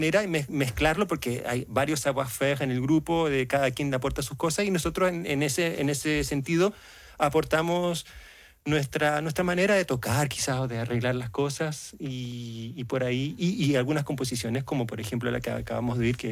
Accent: Chile; siendo chilenos

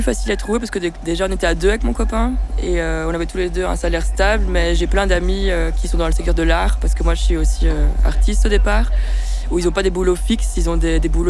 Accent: Ixelles, Brussels-Capital Region, Belgium; born there; les communes que je connais le plus, c'est Ixelles et Saint-Gilles, du coup, avant, parce que je suis née à Ixelles, en fait.

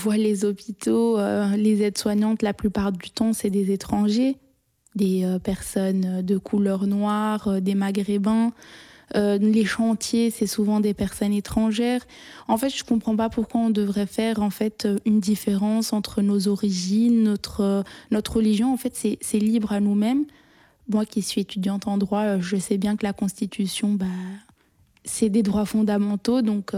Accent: Belgium; Pour moi, c'est une évidence que déjà, eux qui nous pointent du doigt, la plupart, nous, on est nés en Belgique. Donc, on est belge, on est citoyen belge.

